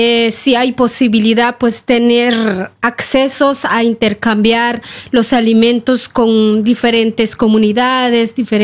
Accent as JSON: {"language": "Spanish", "country": "Guatemala", "said": "de Guatemala, representante de la Organización Coordinadora Nacional Viudas de Guatemala. Somos una organización de mujeres mayas."}